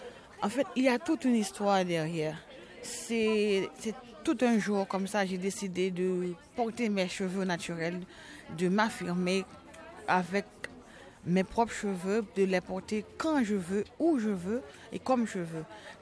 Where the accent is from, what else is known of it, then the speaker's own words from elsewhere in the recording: Haiti; nom c'est … je viens d'Haïti. Je suis mère de 3 enfants et j'ai 40 ans.